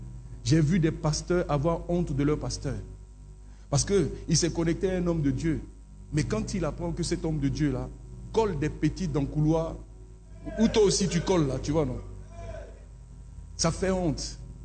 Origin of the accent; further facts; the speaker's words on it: Abidjan, Côte d’Ivoire; accent: language of Yopougon; j'ai le langage de Yopougon parce que je viens de Yopougon.